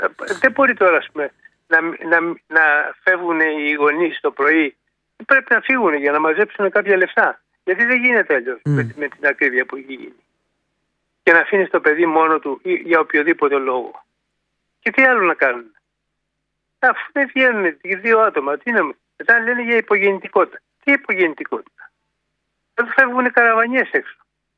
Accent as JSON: {"language": "Greek", "town": "Gerolimenas", "region": "Peloponnese", "country": "Greece", "said": "Ακριβώς είμαι πάνω Μπουλαριούς και το επίνιό μας είναι από Γερολιμένα."}